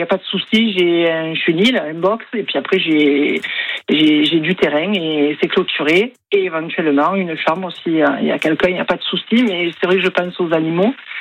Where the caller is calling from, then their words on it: Brue-Auriac, Provence-Alpes-Côte d'Azur, France; Alors moi j'habite à Bru-Aurillac